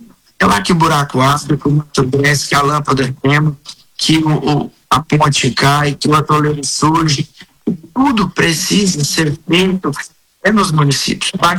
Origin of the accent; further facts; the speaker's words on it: Goiás, Brazil; nós somos goianos